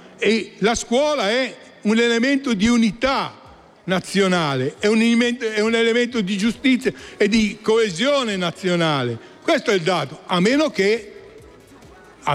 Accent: Brianza, Lombardy, Italy; io sono lombardo, orgogliosamente brianzolo lombardo, cittadino italiano e del mondo

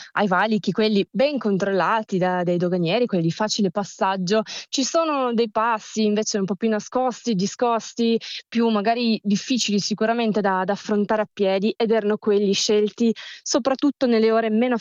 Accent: Piedmont, Italy; E c'è un sentiero nascosto dalle mie parti, in particolare in Valle Gesso, nel Parco Naturale delle Alpi Marittime, a monte di San Giacomo di Entracque, che è un posticino piccolo così.

